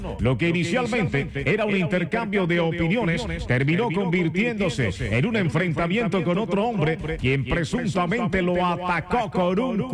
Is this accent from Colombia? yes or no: yes; Villanueva, Colombia; el municipio de Villanueva, mi tierra